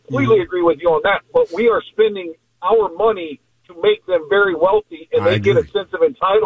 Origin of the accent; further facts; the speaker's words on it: Cincinnati, Ohio, United States; I grew up in Cincinnati.